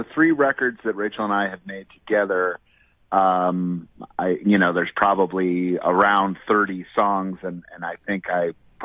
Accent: United States; because I'm an American.

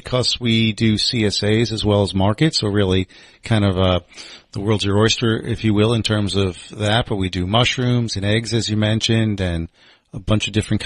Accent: New York City, New York, United States; moved away as an adult; now in Ghent, New York, United States; I grew up in Brooklyn, never did any farming, and came up here

